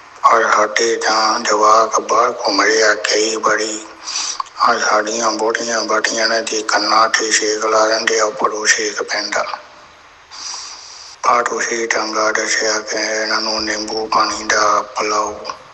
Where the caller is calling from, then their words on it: Chandigarh, India; ਮੈਂ ਚੰਡੀਗੜ੍ਹ ਤੋਂ।